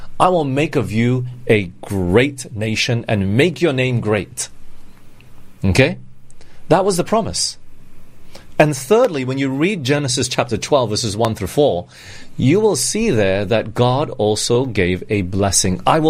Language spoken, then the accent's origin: English; Australia; also born or lived in Singapore / Malaysia / England; I grew up in Australia for 10 years. It's not all my life. I've jumped around. I was born in Singapore. Then we moved to Malaysia for 2 years. And we went to England for 5 years.